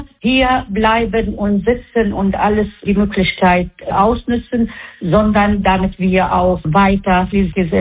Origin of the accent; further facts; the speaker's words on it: Syria; German is a second language; moved away as an adult; now in Burgdorf, Germany; bin ich aus Syrien, seit 27 Jahren hier in Deutschland und ich war in Syrien Grundschullehrerin